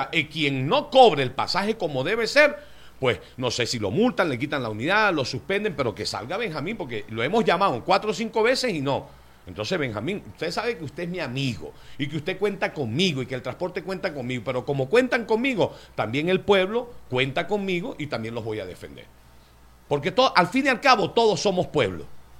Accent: Venezuela

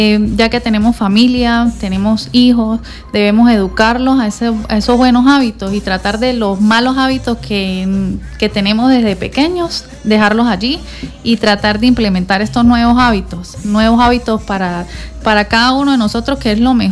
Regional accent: San Juan de Colón, Táchira, Venezuela; now in San Cristóbal, Venezuela; nosotros venimos de San Juan de Colón.

